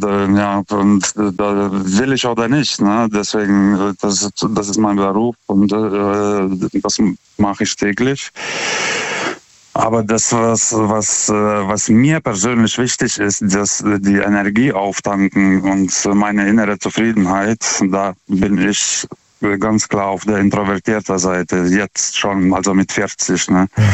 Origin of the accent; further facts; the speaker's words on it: Lithuania; German is a second language; now in Germany; Ich komme ja ursprünglich aus Litauen. Ich bin erst 2006 nach Deutschland gezogen.